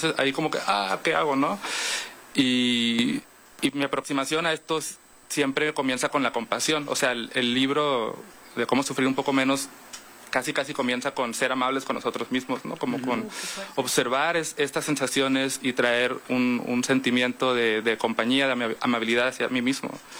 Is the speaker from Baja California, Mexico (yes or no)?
yes; Mexicali, Baja California, Mexico; Yo soy de Mexicali, saludos.